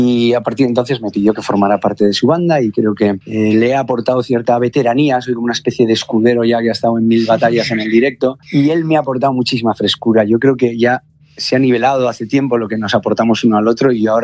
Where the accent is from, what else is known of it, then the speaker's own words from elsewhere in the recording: Santander, Cantabria, Spain; para los que hemos nacido en Santander